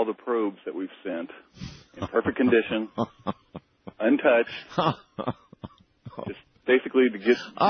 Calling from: Indianapolis, Indiana, United States; I'm calling from Indianapolis.

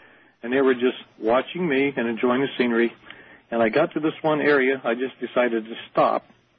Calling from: Kailua, Hawaii, United States; I'm calling from Kailua, Hawaii.

